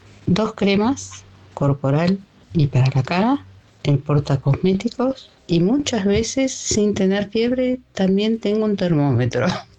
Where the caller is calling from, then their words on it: San Martín de los Andes, Neuquén, Argentina; de San Martín de los Andes.